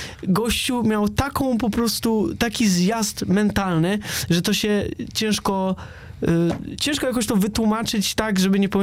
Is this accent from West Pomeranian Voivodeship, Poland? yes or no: yes; Szczecin, West Pomeranian Voivodeship, Poland; Ja mogę powiedzieć, że dołożyliśmy cegiełkę jako szczecinianin odrobinę.